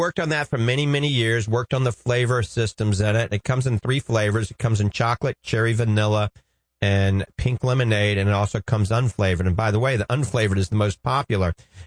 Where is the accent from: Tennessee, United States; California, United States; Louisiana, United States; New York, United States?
Louisiana, United States; New Orleans; accent: New Orleans; I promise, my New Orleans accent is going to come out right now.